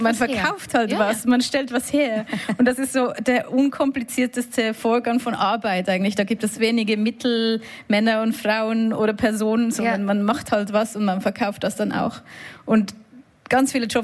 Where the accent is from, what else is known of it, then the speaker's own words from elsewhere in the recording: Switzerland; accent: Swiss German; weil ich Schweizerdeutsch spreche, man merkt es wahrscheinlich schon an meinem Akzent